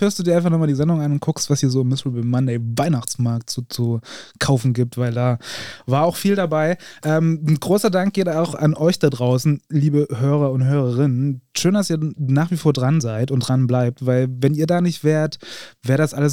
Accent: Bristol, South West England, United Kingdom; Und da geht es um meine alte Heimat Bristol, von der ich auch eben gerade schon gesprochen habe, wo ich letzte Woche war.

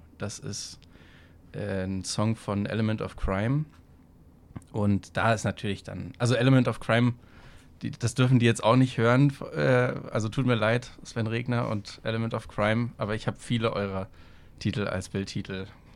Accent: Brandenburg, Germany; moved away; Und ich komme aus der Prignitz. Das ist der am undichtesten besiedelste Landkreis Deutschlands, am dünnsten besiedelste Landkreis Deutschlands. Und da ist wirklich nichts. Also das ist niemands Land.

